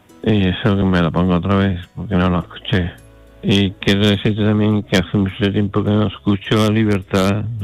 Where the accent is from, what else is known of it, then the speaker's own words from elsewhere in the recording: Seville, Andalusia, Spain; de Sevilla, hasta luego.